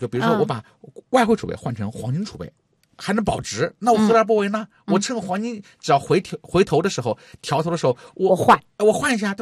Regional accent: China

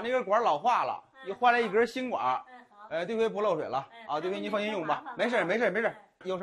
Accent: China; 我生在周台村，长在周台村，

